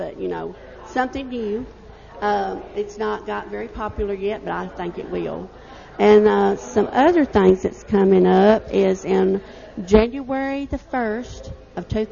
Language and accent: English; United States; They have passed away, but that's who my parents was. And I was born and raised here in Macon County.